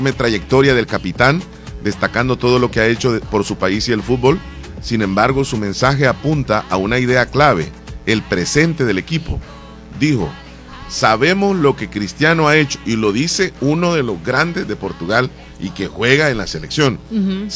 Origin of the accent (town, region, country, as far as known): El Salvador